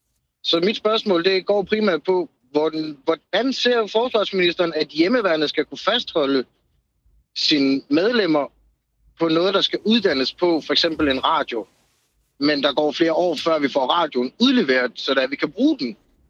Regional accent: Haderslev, Region of Southern Denmark, Denmark; Jeg er fra Haderslev.

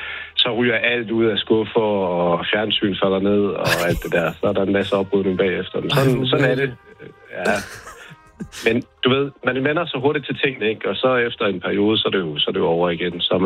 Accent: Fredericia, Region of Southern Denmark, Denmark; jeg kommer fra Fredericia-området af.

